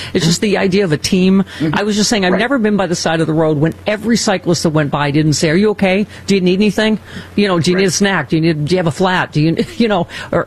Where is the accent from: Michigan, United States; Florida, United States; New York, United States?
New York, United States; Buffalo; now in Southern California, United States; I'm from Buffalo, and people are like, oh, you like cold weather. I'm like, no, I do not.